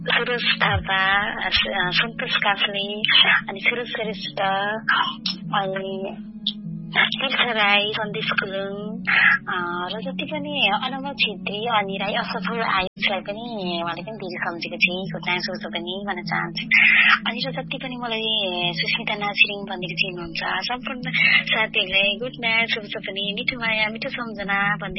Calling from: Kuwait; मेरो खबर एकदमै ठिकै छ, अनि यताको पनि ठिकै छ भन्नुपर्छ

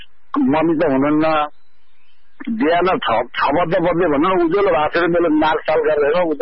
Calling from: Borlang, Gandaki Province, Nepal; म गोर्खा बोर्लाङबाट।

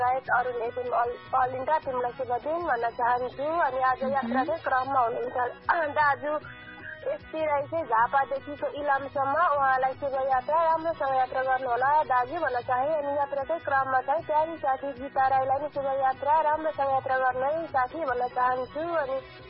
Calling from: Bhojpur, Koshi Province, Nepal; म बोल्दैछु भोजपुरबाट

